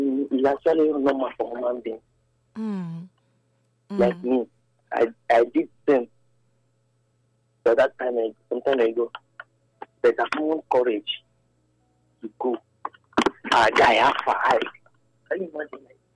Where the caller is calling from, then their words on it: Benin City, Edo, Nigeria; Calling from Benin.